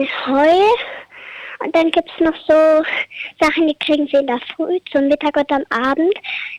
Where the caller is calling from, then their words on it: Lower Austria, Austria; Ich bin 6 und ich komme aus der Nähe von St. Pölten.